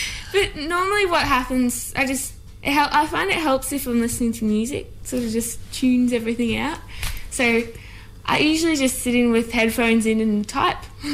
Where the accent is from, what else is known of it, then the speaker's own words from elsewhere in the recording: Toowoomba, Queensland, Australia; I loved growing up in Toowoomba. Well, I still do, because, well, it's like a big family. Well, all my friends I've grown up with, been to school with, and we're all so close, and I just love it.